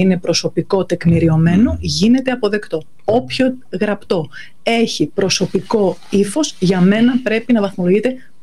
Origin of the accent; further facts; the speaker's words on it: Greece; ως Έλληνες